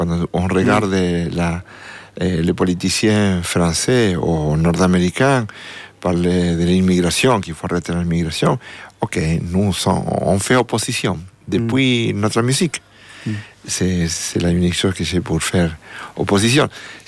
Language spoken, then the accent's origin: French; Argentina; born there; French is a second language; moved away; Je suis né en l'Argentine et ma culture en part de la culture vient de là, de tout notre folklore, qui ça inclut le tango argentin aussi.